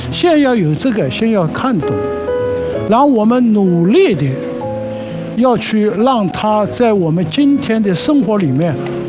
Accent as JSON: {"language": "Chinese", "country": "China", "said": "我们中国人"}